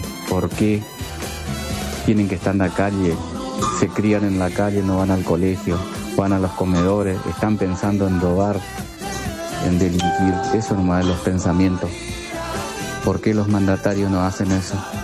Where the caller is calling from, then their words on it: Lomas de Zamora, Buenos Aires Province, Argentina; de Loma Zamora